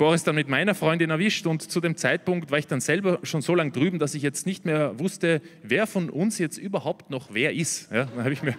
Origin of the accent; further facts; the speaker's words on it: Austria; Bin ich als Österreicher Experte.